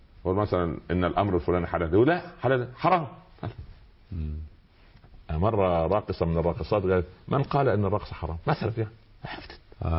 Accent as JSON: {"language": "Arabic", "country": "Egypt", "said": "عندنا في مصر مثال لطيف يقول لك ايه"}